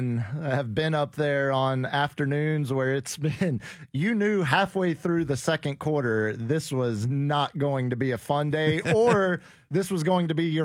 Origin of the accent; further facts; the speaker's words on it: Texas, United States; moved away as an adult; now in San Antonio, United States; hometown in North Texas, now living in San Antonio for almost as long as I lived in my hometown.